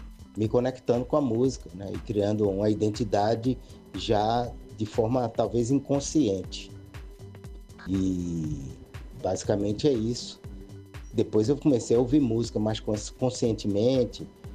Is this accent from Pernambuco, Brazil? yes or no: yes; Recife, Pernambuco, Brazil; Fui nascido e criado aqui em Pernambuco, em Recife.